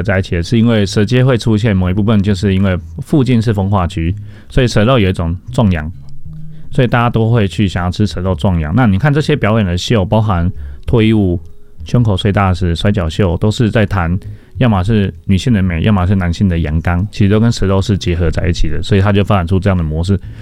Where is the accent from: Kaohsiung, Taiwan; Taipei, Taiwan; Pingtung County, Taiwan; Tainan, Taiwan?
Taipei, Taiwan; 因为我自己也是在菜市场长大的，对，就是我们书中有提到的东山水市场，那它其实有另外一段啊，现在被拆掉，叫西山水市场。对，那我就那边长大